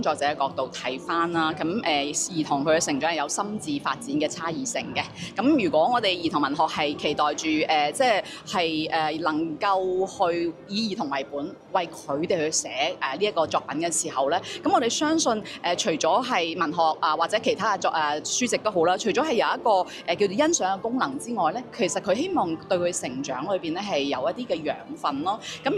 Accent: Macau; also born or lived in Guangzhou; 即譬如可能我在澳門長大但其實我是廣州出世的

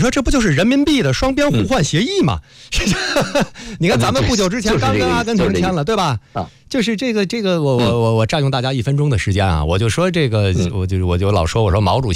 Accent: China; 到现在我们中国人要引领和制定规则

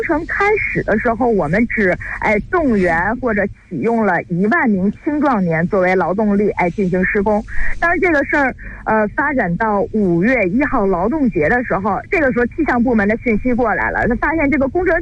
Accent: Beijing, China; 水库运行了几十年，直到今天啊，我们北京人都能看到这个官厅水库

